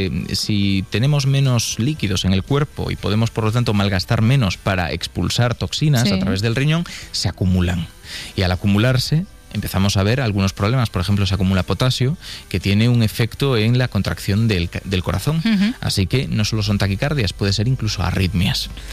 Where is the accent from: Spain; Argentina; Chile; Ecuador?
Spain; Galicia; No, vamos, soy gallego, así que no se trata de ningún tipo de discriminación hacia Coruña